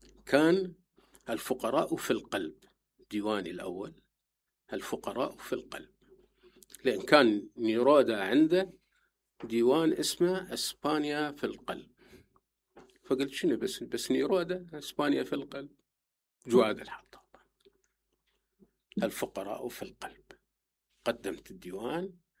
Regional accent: Basra, Basra Governorate, Iraq; moved away; وأنا جاي من البصرة ما حد يعرفني.

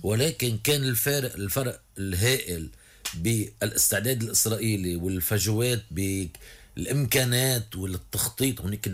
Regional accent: Lebanon; حدا منا كلبنانيين؟

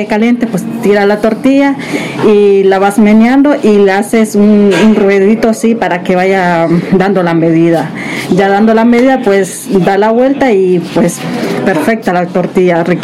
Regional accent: Nicaragua; now in San Sebastián, Spain

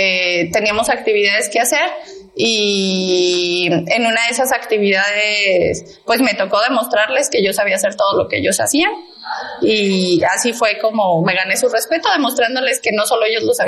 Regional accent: San Luis Potosí, Mexico; moved away as an adult; also born or lived in Tamaulipas; toda mi vida crecí en la Huasteca Potosina y Tamaulipeca.

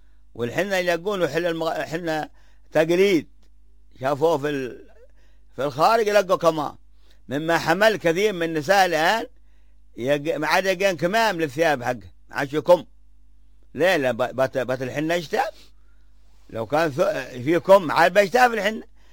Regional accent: Hadhramaut, Yemen; عندنا في حضرموت

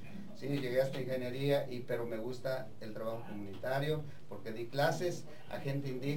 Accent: Veracruz, Mexico; also born or lived in Oaxaca; Soy originario de Veracruz, sí.

